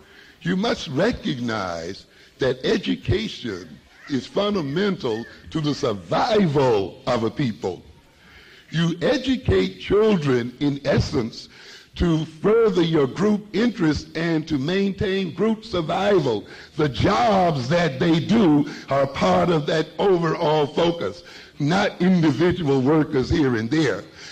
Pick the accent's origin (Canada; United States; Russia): United States; Mississippi; I was a boy growing up in Mississippi